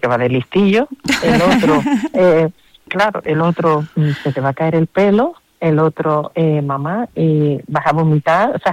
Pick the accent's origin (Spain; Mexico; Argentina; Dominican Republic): Spain; Canary Islands; Y yo, como buena canaria